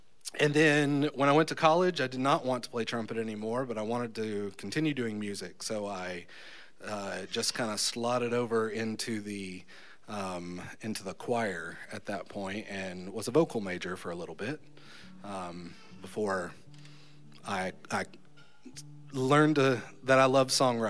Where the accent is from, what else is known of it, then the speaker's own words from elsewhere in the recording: Houston, Texas, United States; I grew up in Texas